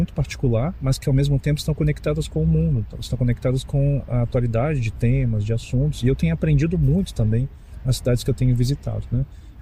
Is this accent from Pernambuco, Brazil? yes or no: no; Rio de Janeiro, Brazil; moved away; also born or lived in Rio Grande do Sul; E eu, sendo carioca, mas morando muito tempo no Rio Grande do Sul